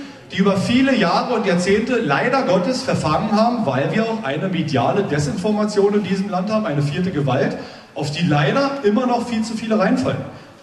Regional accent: Tangermünde, Saxony-Anhalt, Germany; Ich bin Altmärker, ich komme aus Tangermünde.

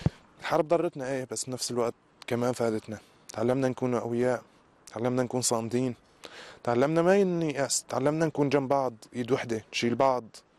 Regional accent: Aleppo, Aleppo Governorate, Syria; moved away as an adult; بحب أهدي هذا الفيلم لوطني، لسوريا، لمدينتي اللي عشت فيها حياتي. عشت فيها 23 سنة من عمري، بشوارعها، بحاراتها، مع أهلها. بحب أهدي هذا العمل لحلب وأهل حلب

